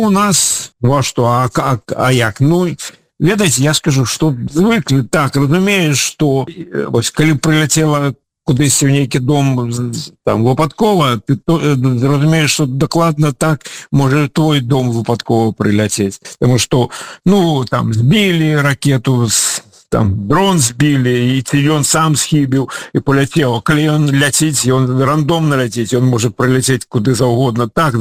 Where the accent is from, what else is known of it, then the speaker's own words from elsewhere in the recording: Ukraine; я грамадзін Беларусі, але я украінец, і заўсёды быў, я сам, калі сі канал, заўсёды неяк так склалася, што я заўсёды адчуваў сябе украінцам